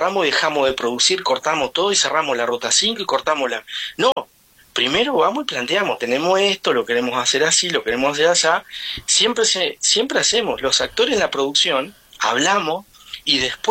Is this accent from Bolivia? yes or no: no; Uruguay; de mi punto de vista, como uruguayo